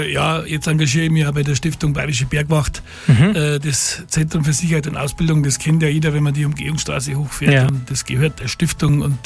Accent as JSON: {"language": "German", "town": "Bad Tölz", "region": "Bavaria", "country": "Germany", "tie": "born there", "said": "ich bin in der Musikschule in Tölz groß geworden"}